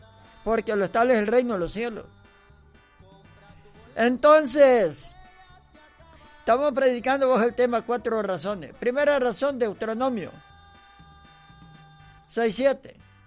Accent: El Salvador; Como nosotros los salvadoreños que decimos buenas tardes.

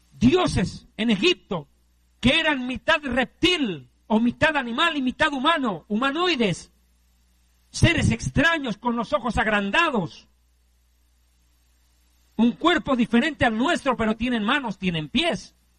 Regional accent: Bolivia; now in Mexico; ¿Quién puede entender lo que en mi país, Bolivia, tenemos?

